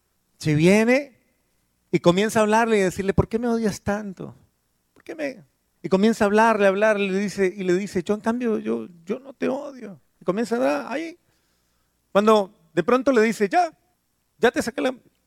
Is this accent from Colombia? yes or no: yes; Bogotá, Colombia; moved away; en Bogotá, en mi tierra